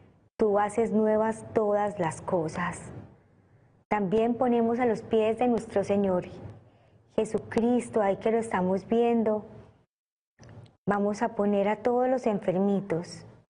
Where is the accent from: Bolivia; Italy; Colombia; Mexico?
Colombia; moved away; en mi país, Colombia